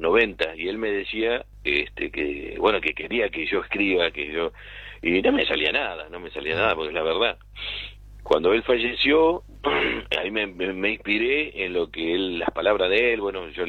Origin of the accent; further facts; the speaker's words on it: Merlo, Buenos Aires Province, Argentina; born there; now in Isidro Casanova, Argentina; Yo soy nacido en Merlo, provincia de Buenos Aires